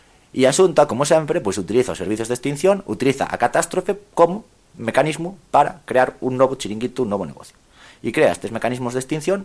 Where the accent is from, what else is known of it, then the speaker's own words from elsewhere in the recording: Santiago de Compostela, Galicia, Spain; Eu lembro-me, son de Compostela, lembro-me que no 2006 ardeu toda Compostela, rodeada polos catro costados ardendo.